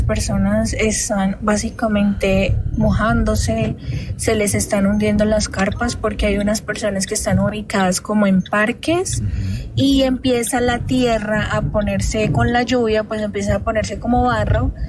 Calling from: Cali, Valle del Cauca, Colombia; De Cali, Valle del Cauca

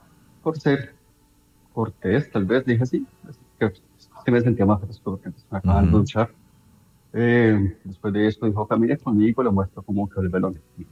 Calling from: Canada; Desde Frankfurt, Canadá.

